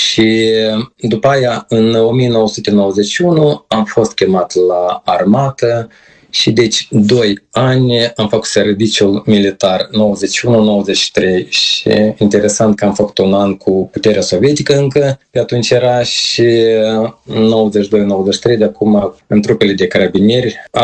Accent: Chișinău, Moldova; born there; Da, deci eu m-am născut în Chișinău, chiar în capitală. În fiecare vară, plându-mă la țară, am îndrăgit foarte mult simplitatea, modul de viață, frumusețea de la țară

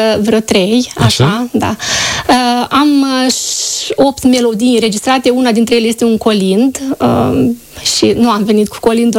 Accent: Moldova; se înțelege că sunt din Basarabia, din Moldova.

